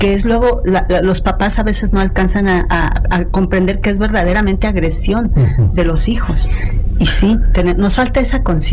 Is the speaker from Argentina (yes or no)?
no; Mexico; nos tendríamos que reeducar como país, como mexicanos.